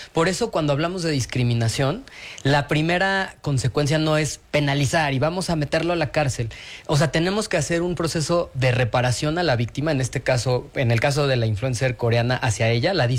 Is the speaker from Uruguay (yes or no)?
no; Mexico; yo creo que aquí lo importante es analizar el tema de la intención, porque a las y los mexicanos nos